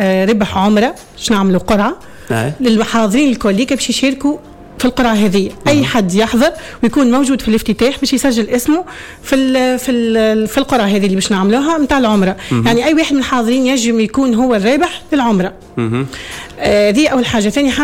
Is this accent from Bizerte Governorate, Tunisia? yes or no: yes; Bizerte, Bizerte Governorate, Tunisia; أنا بنت البلد الأمين. اليوم معناتها شرف لي أني أنا يعني أصبحت يعني مشرفة ومسؤولة ومنظمة لأي حاجة تخص البلد الأمين ببنزرت.